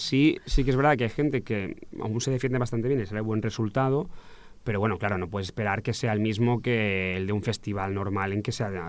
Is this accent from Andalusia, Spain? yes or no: no; Terrassa, Catalonia, Spain; yo soy de Tarrasa y nunca había conducido fuera de estos sitios.